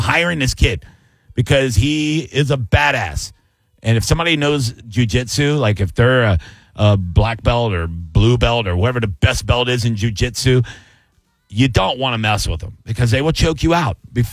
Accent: Seminole Heights, Florida, United States; I was always a big kid, a fat kid, obviously, but I was a little scrappy, growing up in Seminole Heights.

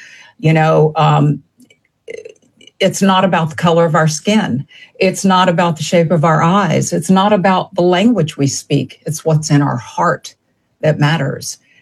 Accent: Savannah, Georgia, United States; Growing up in the South, I grew up in Savannah, Georgia. I'm a Georgia girl.

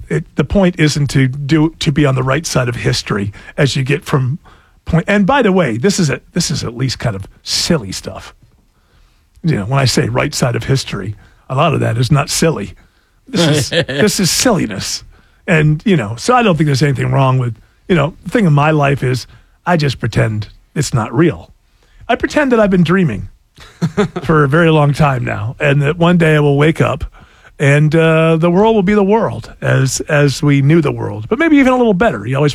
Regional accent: New York, United States

